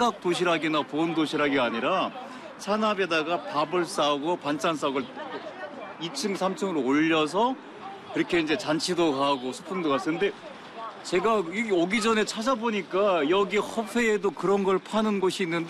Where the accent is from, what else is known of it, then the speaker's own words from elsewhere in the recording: South Korea; Chinese is a second language; 我们是从韩国来的。